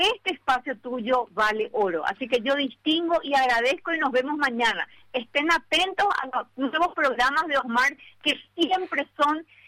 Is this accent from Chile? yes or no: no; Paraguay; born or raised there